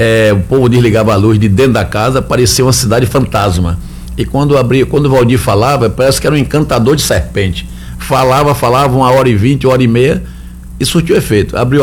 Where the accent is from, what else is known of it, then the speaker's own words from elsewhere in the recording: Brazil; Você aí que tá assim como eu, brasileiro